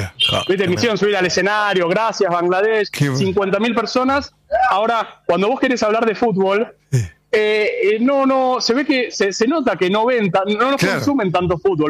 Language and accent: Spanish; Argentina; cuando vos le decís, soy de Argentina, ellos te dicen también, yo también soy de Argentina